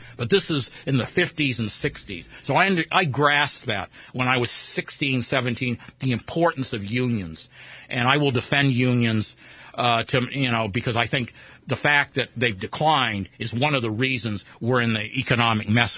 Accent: United States; I grew up in America

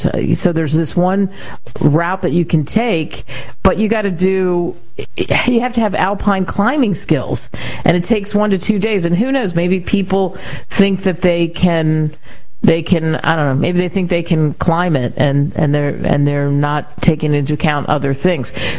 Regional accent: Northeast, United States; moved away; I grew up in the Northeast.

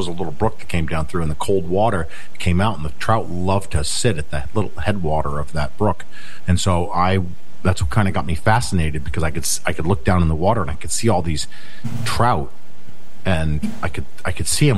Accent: Lebanon, New Hampshire, United States; On Rand Pond, so I grew up in Lebanon

